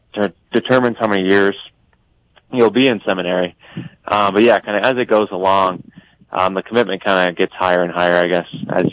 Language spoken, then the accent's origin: English; Jamestown, North Dakota, United States; Yeah, so I grew up in Jamestown, North Dakota, just an hour and a half west of Fargo.